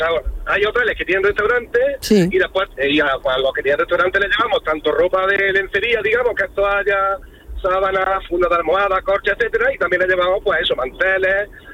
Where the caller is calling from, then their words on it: Posadas, Andalusia, Spain; Yo trabajo en una lavandería industrial aquí en Posadas, en un pueblo de Córdoba.